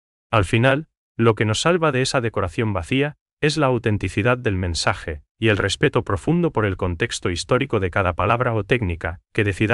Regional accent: Paraguay; lo que nos define como paraguayos es esa capacidad única de integrar el pasado guaraní en cada paso que damos hacia adelante

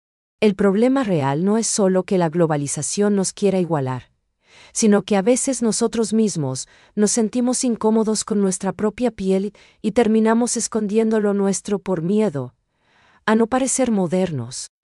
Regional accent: Paraguay

